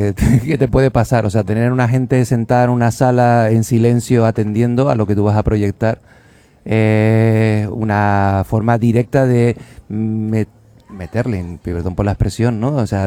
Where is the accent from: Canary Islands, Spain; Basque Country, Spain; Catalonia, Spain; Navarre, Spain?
Canary Islands, Spain